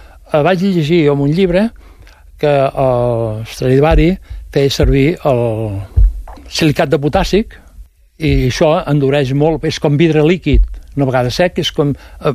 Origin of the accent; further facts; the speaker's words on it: Mas Rampinyo, Catalonia, Spain; perquè soc de Marrampinyo, sabeu on és? Montcada Reixac, entre Montcada Reixac i la Llagosta hi ha Marrampinyo. Bueno, que tots eren pagesos abans